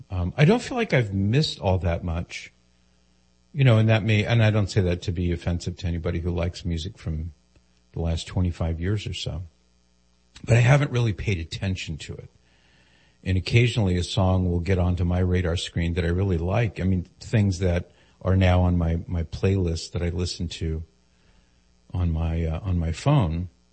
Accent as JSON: {"language": "English", "region": "California", "country": "United States", "tie": "born or raised there", "said": "This is when I grew up in Southern California."}